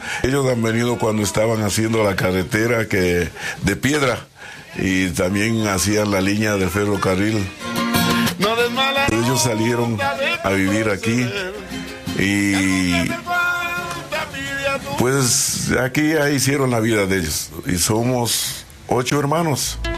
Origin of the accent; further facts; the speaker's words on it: Ibarra, Imbabura, Ecuador; Yo soy nacido en la Ciudad Blanca, soy negro de la Ciudad Blanca de Ibarra.